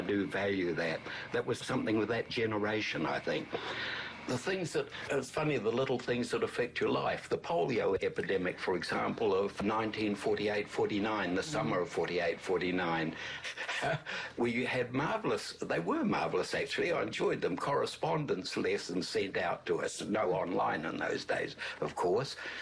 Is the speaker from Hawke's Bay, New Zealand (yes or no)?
yes; Hastings, Hawke's Bay, New Zealand; I was born in Hastings in 1936. My parents were … I was an only child.